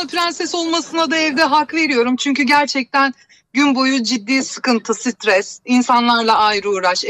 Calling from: Bursa, Turkey; Bursa'dan arıyorum.

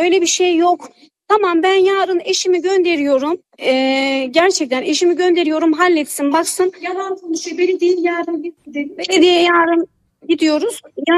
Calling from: Muğla, Turkey; ben Muğla'dayım.

